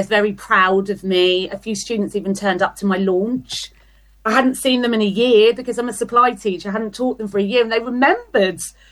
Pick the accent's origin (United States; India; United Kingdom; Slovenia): United Kingdom; London; now in Brighton, United Kingdom; As much as I'm from South London, I will never, ever live there ever again. Sorry, South London. I've done South. I am South London. That's in my bones. That's in my heart.